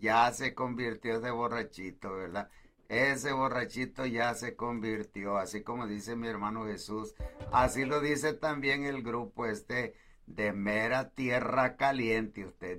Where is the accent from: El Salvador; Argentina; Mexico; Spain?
El Salvador